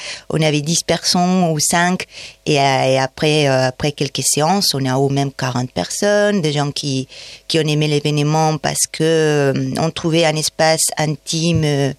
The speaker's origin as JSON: {"language": "French", "town": "Valencia", "region": "Valencian Community", "country": "Spain", "moved": "as an adult", "lives_now": "Annonay, France", "said": "Donc, en Espagne, je viens de Valencia"}